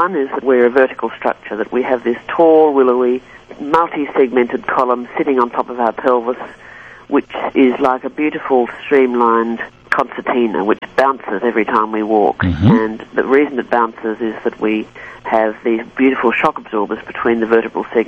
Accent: Sydney, New South Wales, Australia; Growing up in Sydney

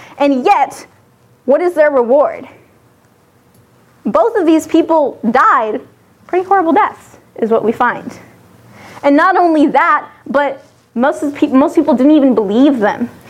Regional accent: Venezuela; moved away; I'm from Venezuela

